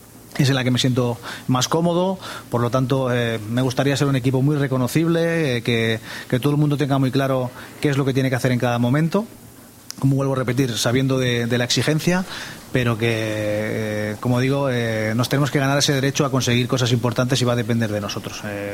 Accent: Barcelona, Catalonia, Spain; somos de Barcelona

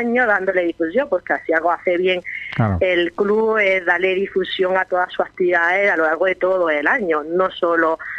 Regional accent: Alboloduy, Andalusia, Spain; gente de mi pueblo, que son acelgueros, se le dicen a la gente de mi pueblo, gentilicio popular

